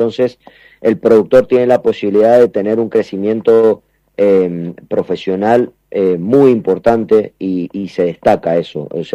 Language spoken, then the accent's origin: Spanish; Mendoza, Argentina